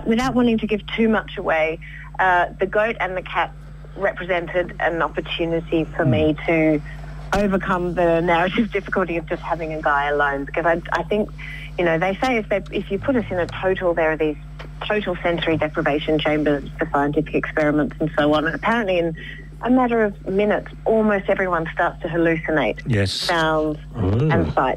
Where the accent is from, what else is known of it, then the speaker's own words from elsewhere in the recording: Tasmania, Australia; I grew up on Lutruwita, Tasmania.